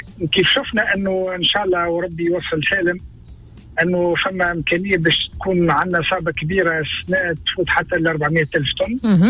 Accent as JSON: {"language": "Arabic", "country": "Tunisia"}